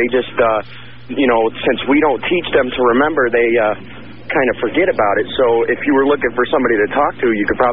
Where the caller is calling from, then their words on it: Colorado, United States; from Colorado.